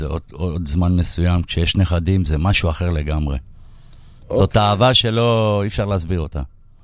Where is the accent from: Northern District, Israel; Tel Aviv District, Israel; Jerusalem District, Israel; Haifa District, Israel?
Tel Aviv District, Israel; Tel Aviv-Yafo; born there; אני נולדתי בים, ביפו.